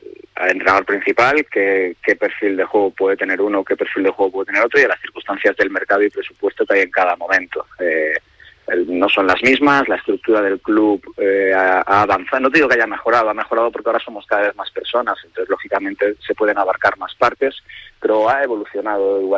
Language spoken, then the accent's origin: Spanish; A Coruña, Galicia, Spain; de los que somos gallegos